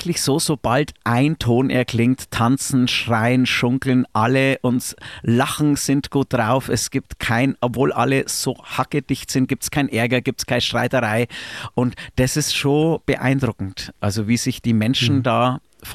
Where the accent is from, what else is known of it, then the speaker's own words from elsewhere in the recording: Kastl, Bavaria, Germany; ich komme aus Kastel, heißt es, das sind 1500 Einwohner mittlerweile, ja, genau.